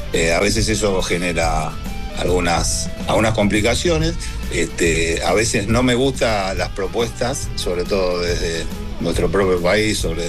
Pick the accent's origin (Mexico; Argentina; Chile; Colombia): Argentina; nacimos en Argentina y somos argentinos